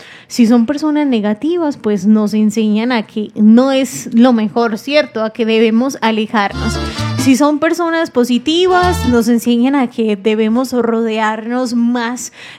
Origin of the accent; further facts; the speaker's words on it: Don Matías, Antioquia, Colombia; yo soy de Don Matías, trabajaba en Don Matías, en una fábrica de confección.